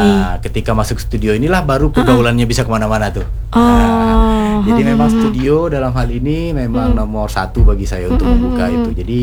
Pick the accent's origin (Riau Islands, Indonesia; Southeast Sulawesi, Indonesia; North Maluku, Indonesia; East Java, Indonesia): Riau Islands, Indonesia; Nah, jadi supaya kita nih orang Kepulauan Riau atau orang Melayu bisa suaranya didengar secara global